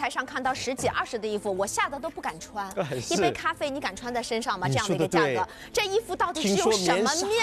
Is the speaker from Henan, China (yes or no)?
no; Shanghai, China; 我们上海人